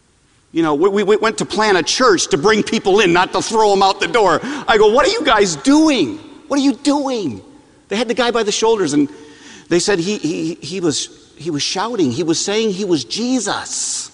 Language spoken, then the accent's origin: English; Michigan, United States; I'm from Michigan, so born and raised Wolverine fan, so...